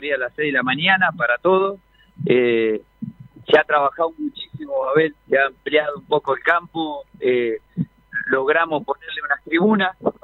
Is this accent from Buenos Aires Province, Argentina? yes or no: yes; General Madariaga, Buenos Aires Province, Argentina; es un lujo decir soy de Madariaga